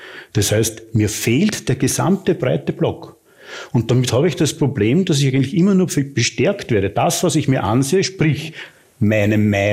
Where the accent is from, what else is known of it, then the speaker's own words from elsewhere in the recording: Austria; Und da sind wir als Österreicher genau mittendrin.